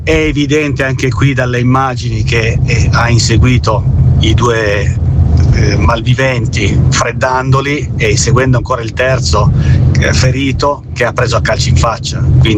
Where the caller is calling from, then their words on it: Turin, Piedmont, Italy; da Torino.